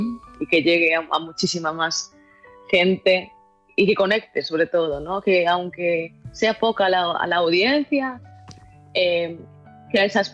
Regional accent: Galicia, Spain

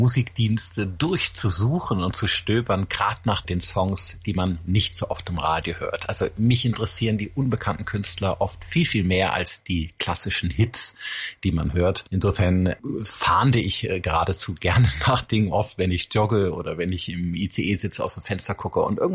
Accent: Rhineland, Germany; Ich komme ja aus dem Rheinland.

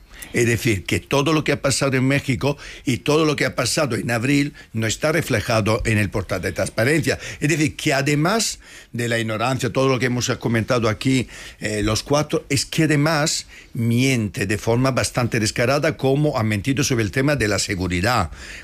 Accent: Madrid, Community of Madrid, Spain; Que a mí como madrileño, lo digo como madrileño, que se espera que su presidente de comunidad autónoma gobierne para todos los madrileños

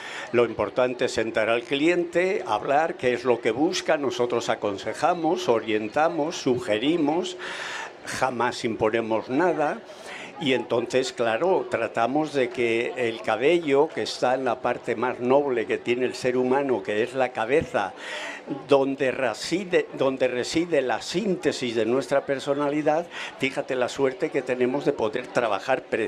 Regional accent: Aller, Asturias, Spain; born there; now in Oviedo, Spain; Yo soy del concejo de Ayer, nací en San Miguel de Nembra, soy el último de 7 hermanos, de una familia humilde y trabajadora

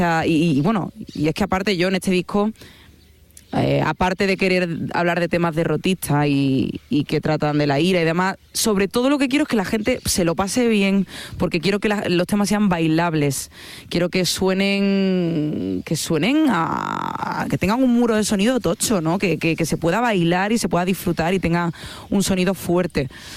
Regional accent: Andalusia, Spain; Yo soy andaluza.

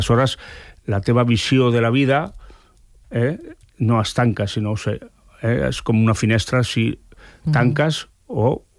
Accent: San Sebastián, Basque Country, Spain; also born or lived in Navarre; now in Barcelona, Spain; És a dir, jo sóc de Sant Sebastià i soc navarro.

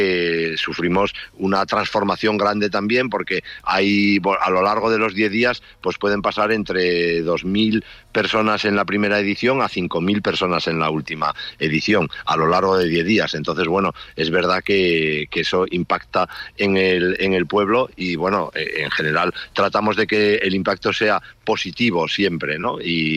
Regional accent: Asturias, Spain

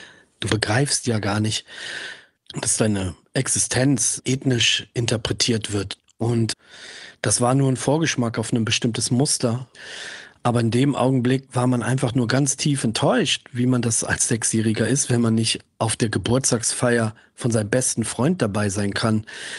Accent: Braunschweig, Lower Saxony, Germany; ich komme aus Braunschweig in der Nähe der ehemaligen Grenze.

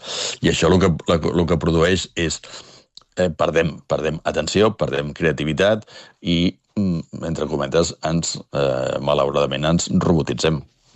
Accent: Barcelona, Catalonia, Spain; jo soc barceloní, dic por, no dic por.

